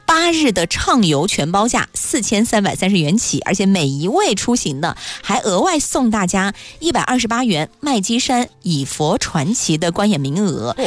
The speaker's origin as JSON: {"language": "Chinese", "town": "Nanjing", "region": "Jiangsu", "country": "China", "said": "我们南京人"}